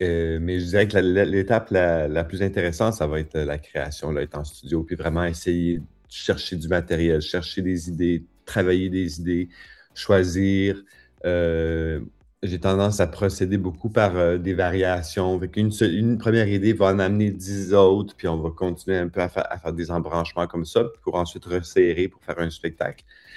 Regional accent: Saskatchewan, Canada; Puis moi, j'ai grandi dans Saskatchewan, dans une province où il n'y avait pas vraiment un milieu

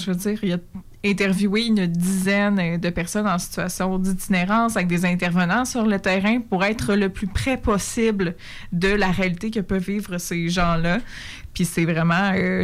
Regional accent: Sherbrooke, Quebec, Canada; moi, dans mon être, je viens de Sherbrooke

